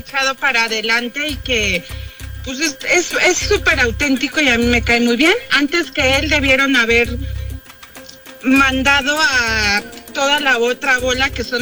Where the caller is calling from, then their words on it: Mexico City, Mexico; De Ciudad de México, de San José Insurgentes.